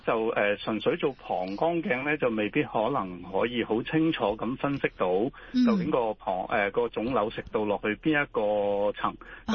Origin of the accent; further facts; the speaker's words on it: China; 你知我哋中國人成日就會話啊，屙血尿啊，啊會唔會係熱氣啊咁樣？